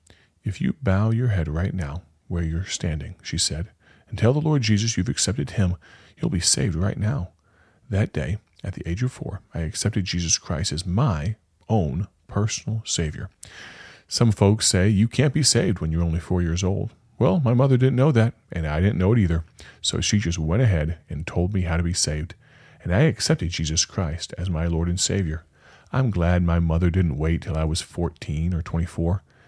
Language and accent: English; Moline, Illinois, United States; also born or lived in Rock Island, Illinois; my mother led me to Christ in the Swedish language. That's how I know the Lord understands Swedish. I grew up in the Evangelical Free Church in Moline, Illinois. When I was little, everything was in Swedish